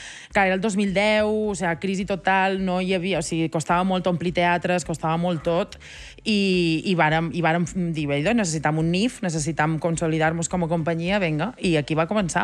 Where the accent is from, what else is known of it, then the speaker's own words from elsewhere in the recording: Balearic Islands, Spain; Soc de Mallorca, sí.